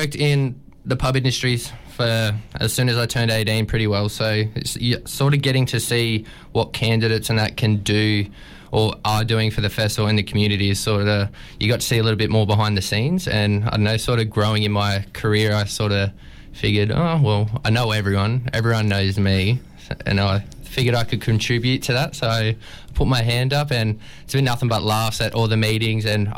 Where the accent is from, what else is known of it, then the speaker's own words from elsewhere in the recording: Grafton, New South Wales, Australia; also born or lived in Kalgoorlie, Western Australia; I think I was about 3 months old, so I've been told. And, yeah, we moved to Grafton through a dust storm from Kalgoorlie